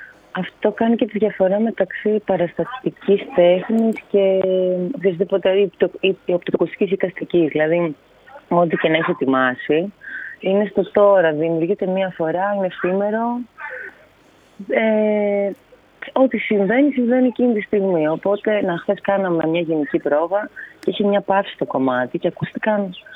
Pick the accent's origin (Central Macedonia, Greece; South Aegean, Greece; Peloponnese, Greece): Central Macedonia, Greece; Thessaloniki; now in Athens, Greece; Εγώ είμαι και από Θεσσαλονίκη, είμαι πιο κοντά, αλλά επειδή είμαι Αθήνα, είμαστε αρκετά μακριά από αυτή την περιοχή